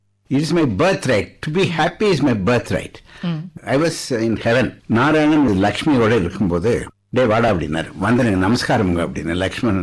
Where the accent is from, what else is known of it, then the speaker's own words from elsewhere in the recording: Tamil Nadu, India; எங்க ஊர் 500 கிராமம், இங்க இருந்து கோயம்புத்தூர்ல இருந்து ஒரு 30 கிலோமீட்டர்.